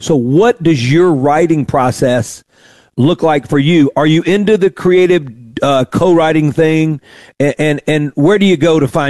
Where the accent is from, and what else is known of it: the South, United States; also born or lived in Nashville, Tennessee